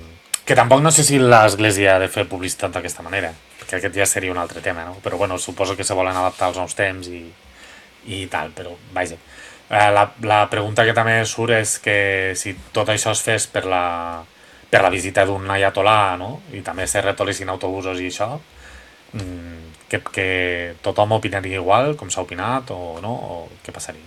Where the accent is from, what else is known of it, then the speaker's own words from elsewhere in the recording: Lleida, Catalonia, Spain; jo sóc de Lleida